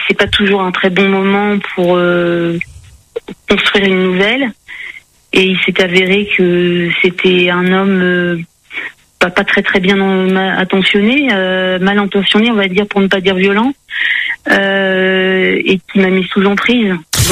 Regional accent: Brittany, France; born there; now in Paris, France; Alors moi, je suis née en Bretagne, mais je vis, comme beaucoup de Bretons, en région parisienne.

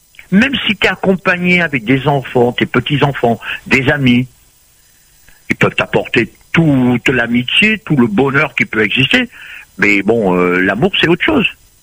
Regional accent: Réunion, France; now in Bordeaux, France; Je suis parti de la Réunion, il devait faire une petite trentaine de degrés. Et je suis arrivé à Bordeaux, il y avait de la neige. C'est la première fois de ma vie que je voyais la neige.

